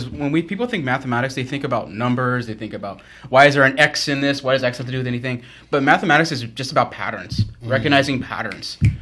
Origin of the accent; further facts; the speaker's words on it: Moreno Valley, California, United States; also born or lived in Riverside, United States; So I was born in Riverside, but I was raised in Moreno Valley.